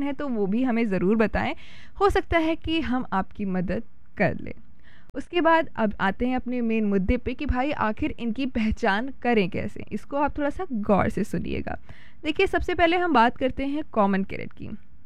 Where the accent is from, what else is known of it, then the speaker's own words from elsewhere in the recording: Uttar Pradesh, India; क्योंकि देखिए हम उत्तर प्रदेश से बिलोंग करते हैं